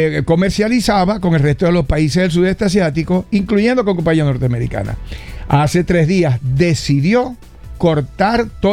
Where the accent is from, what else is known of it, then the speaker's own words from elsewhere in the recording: Venezuela; nosotros como venezolanos